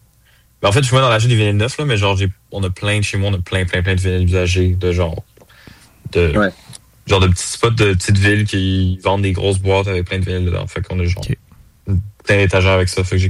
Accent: Montreal, Quebec, Canada; on est un band, on vient de Montréal.

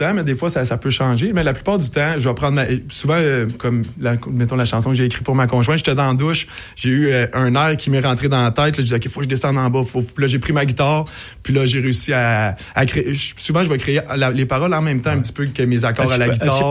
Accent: Saint-Jean-sur-Richelieu, Quebec, Canada; born there; also born or lived in Saint-Félix-de-Kingsey; Je suis originaire de Saint-Jean, en fait. Moi, j'ai grandi à Saint-Jean.

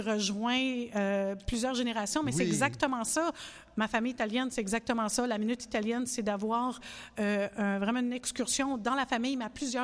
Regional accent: Montreal, Quebec, Canada; born there; Je suis née, je suis née ici, à Montréal.

